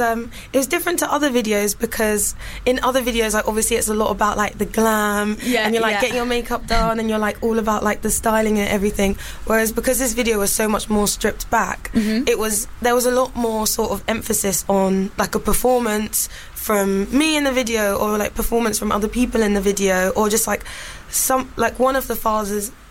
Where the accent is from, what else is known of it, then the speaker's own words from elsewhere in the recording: United Kingdom; also born or lived in United States; I was born in America, but I grew up here and lived here like from like 3 years old.